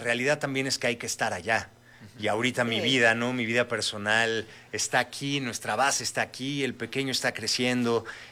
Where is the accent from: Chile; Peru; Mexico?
Mexico; yo siempre abierto a llevar lo que somos como mexicanos al resto del mundo.